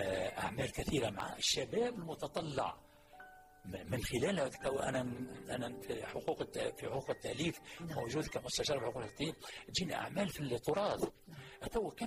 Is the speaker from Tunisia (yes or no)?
yes; Tunisia; يعني احنا عندنا في تونس بكل صدق يعني ان الاماكن في تونس هي حاضره للسياحه العالميه